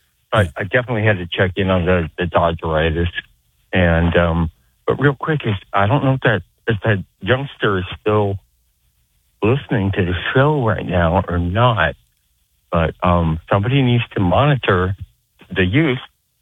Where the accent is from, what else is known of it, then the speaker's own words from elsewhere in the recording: Arizona, United States; I grew up in Arizona, but I'm Pirates and Steelers by virtue of my dad.